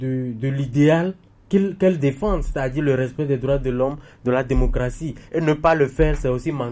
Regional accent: Togo; Je suis togolais, certes, mais quand on dit à l'international que mon pays, le Togo

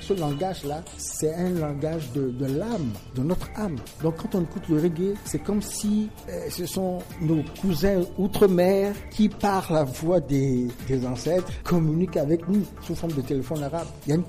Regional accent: Togo

